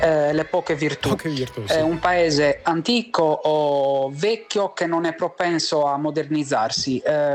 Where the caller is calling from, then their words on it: Sassari, Sardinia, Italy; da Sassari.